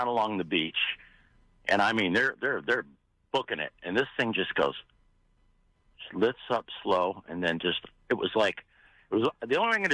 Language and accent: English; Sarasota, Florida, United States; I was 12 years old in like 1976, growing up in Sarasota, Florida.